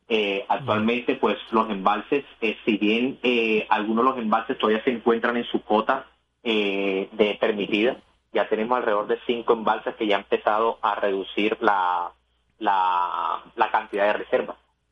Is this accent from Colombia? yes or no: yes; Barranquilla, Atlántico, Colombia; yo soy barranquillero